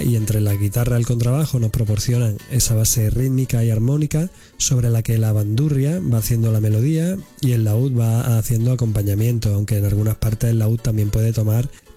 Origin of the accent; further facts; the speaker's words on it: Espiel, Andalusia, Spain; soy natural de Espiel, un pueblo de Córdoba, al norte, en Sierra Morena